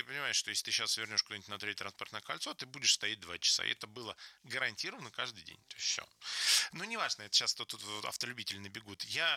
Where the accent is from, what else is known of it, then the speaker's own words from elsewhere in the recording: Moscow, Russia; я, ну, первое поколение нашей семьи, это мы с братом, мы родились в Москве. То есть у нас родители приехали из деревень, вот, там, в 70-х